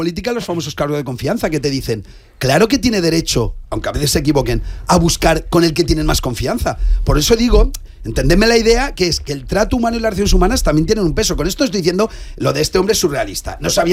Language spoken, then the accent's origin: Spanish; Spain; yo quiero ser más fiel a mis orígenes como español